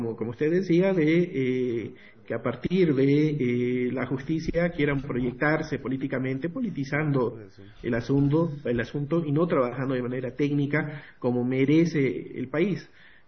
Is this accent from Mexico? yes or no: no; Bolivia; nosotros como bolivianos